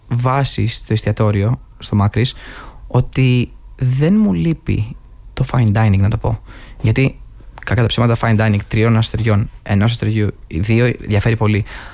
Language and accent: Greek; Greece; Ένας Έλληνας, οι περισσότεροι κυρίως Έλληνες, είμαστε πολύ φιλικοί, πολύ φιλότιμοι.